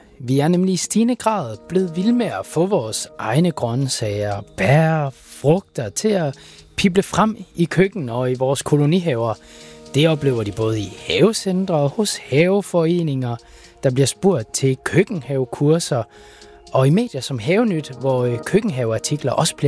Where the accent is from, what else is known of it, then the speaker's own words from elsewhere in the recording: Thyborøn, North Denmark Region, Denmark; Thyborøn, hvor jeg er fra.